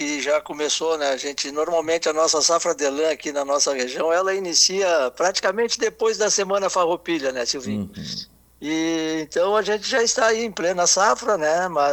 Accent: Bagé, Rio Grande do Sul, Brazil; born there; now in São Gabriel, Brazil; principalmente a cidade de Bagé, aí, que é a minha cidade, né, a cidade onde eu nasci.

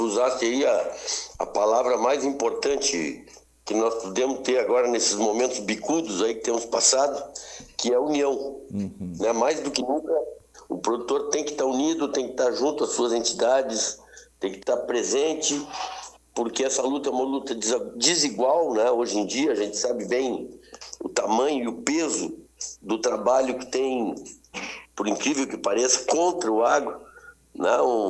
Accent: Porto Alegre, Rio Grande do Sul, Brazil; moved away as an adult; also born or lived in Uruguaiana / Pinheiro Machado; now in Pedras Altas, Brazil; Não, eu sou natural de Porto Alegre, vivi em Porto Alegre até os meus 18 anos, depois saí de Porto Alegre, fui para Uruguaiana fazer faculdade, me formei em veterinária, em medicina veterinária em 81, uhum. E de lá vim para Pinheiro Machado.

